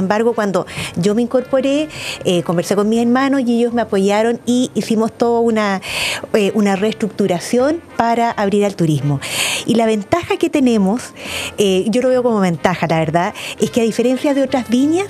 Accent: Placilla, O'Higgins, Chile; si bien no nací en Placilla, la verdad toda mi vida, desde los 4 años, transcurrió claro, en Placilla, en la bodega, en el campo.

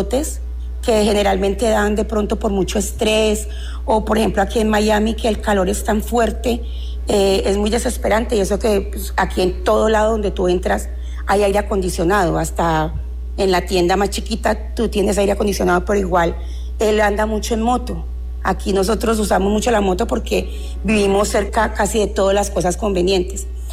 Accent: Palmira, Valle del Cauca, Colombia; moved away; also born or lived in Cali; yo soy de Cali, pero me crié en la ciudad de Palmira

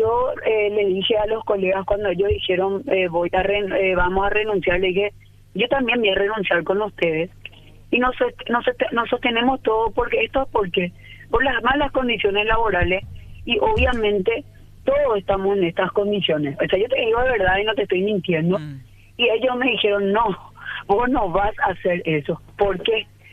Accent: Paraguay

